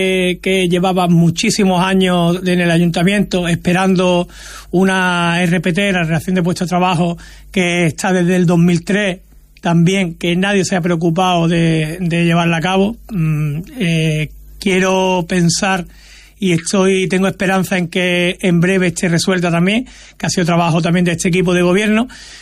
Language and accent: Spanish; Villanueva del Trabuco, Andalusia, Spain; moved away as an adult; now in Villanueva de Cauche, Spain; Villanueva del Trabuco, que era el pueblo donde están mis raíces, donde yo me he criado de joven, porque al final la vida da muchas vueltas. Yo me caso con una muchacha que remanece de Villanueva de Cauche, que por eso estoy viviendo allí